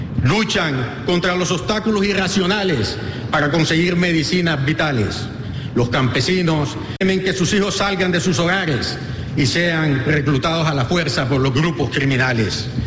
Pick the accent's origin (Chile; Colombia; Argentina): Colombia; Caribbean Region; En nuestra costa Caribe, de donde usted y yo somos presidente